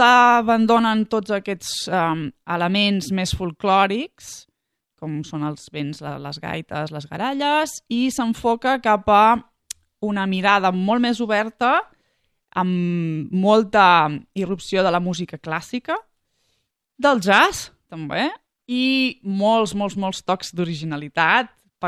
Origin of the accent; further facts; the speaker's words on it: Figueres, Catalonia, Spain; born there; I jo mateixa … que vaig néixer a Figueres.